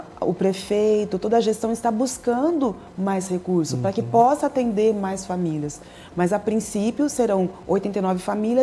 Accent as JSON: {"language": "Portuguese", "town": "Campinas", "region": "São Paulo", "country": "Brazil", "moved": "yes", "lives_now": "Juína, Brazil", "said": "Eu que sou de fora, que sou de Campinas, e escolhemos ficar em Juína."}